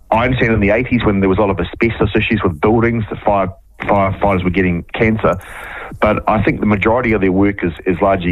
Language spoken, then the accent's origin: English; Cambridge, Waikato, New Zealand; now in Auckland, New Zealand